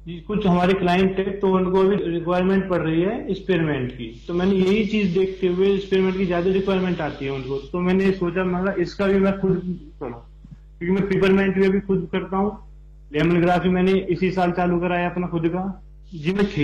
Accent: Bulandshahr district, Uttar Pradesh, India; मैं रहने वाला जिला बुलंदशहर पुर्जा, मेरे गांव का नाम ग्राम गवाह है

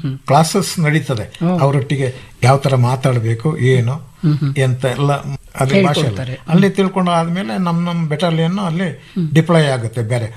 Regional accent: Karnataka, India; ನಾವು ಕೊಡಗಿನಲ್ಲಿ ಕಾಡಲ್ಲಿ ಬೆಳೆದವರು ಹಾಗಾಗಿ ನಮ್ಗೆಲ್ಲ ಗೊತ್ತಿತ್ತು.

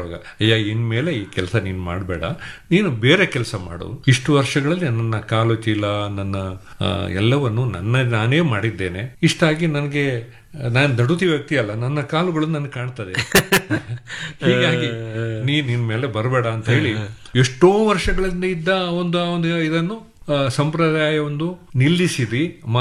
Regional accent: Puttur, Karnataka, India; moved away; ಆಮೇಲೆ ನನ್ನ ಊರಿನ ಪುತ್ತೂರಲ್ಲಿ ಕರ್ನಾಟಕ ಸಂಘ ಅಂತ ಒಂದು ಸಂಸ್ಥೆಯಲ್ಲಿ

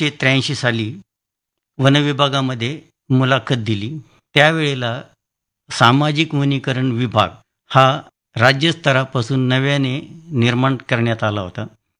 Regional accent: Bidkin, Maharashtra, India; माझं गाव आहे बिडकीन

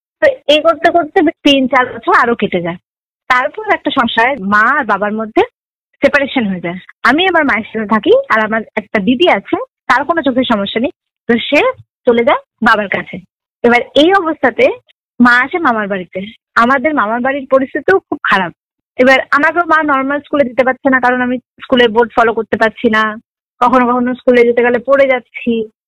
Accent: Panihati, West Bengal, India; born there; also born or lived in Kolkata; আমার বাড়ি হচ্ছে সত্যপুর পানিহাটি। যখন আমি জন্মগ্রহণ করেছিলাম তখন আমার বাড়ি ওটা ছিল, ফ্যামিলি ছিল জয়েন্ট ফ্যামিলি।

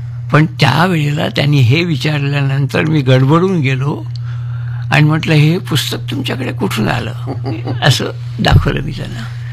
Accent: Pune, Maharashtra, India; born there; also born or lived in Belgaum; हा माझा जन्म तसा पुण्यातला, 39 साली मी पुण्यात जन्मलो, बघ, 5-6 वर्षाचा असताना वडिलांना बेळगावला, त्यावेळेला मुंबई इलाखा होता

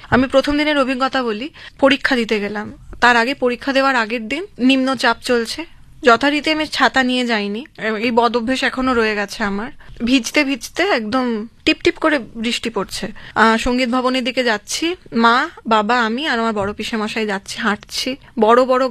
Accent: West Bengal, India; first language Bengali; আমি বাঙালির মেয়ে, আমার মাতৃভাষা বাঙালি মানে বাংলা

